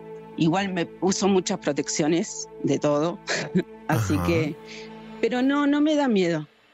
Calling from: Río Gallegos, Santa Cruz, Argentina; Soy de Río Gallegos

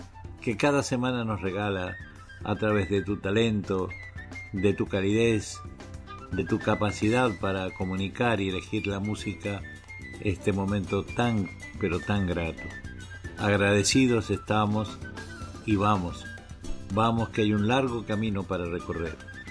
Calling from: La Plata, Buenos Aires Province, Argentina; Desde Arturo Seguí, nuestro rinconcito en La Plata, les habla … de Radio de Cultura y de Registro de Cultura.

